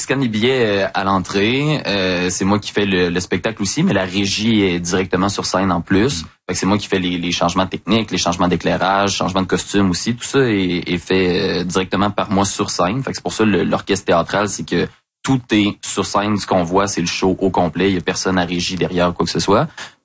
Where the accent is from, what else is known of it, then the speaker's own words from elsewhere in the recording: Lévis, Quebec, Canada; Après avoir passé toute mon enfance à Lévis, en plus, là